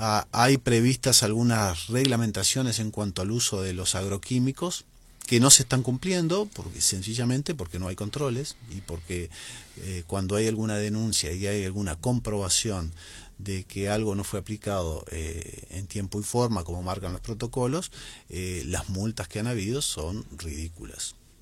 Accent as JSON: {"language": "Spanish", "country": "Uruguay", "said": "los costos que tenemos en Uruguay"}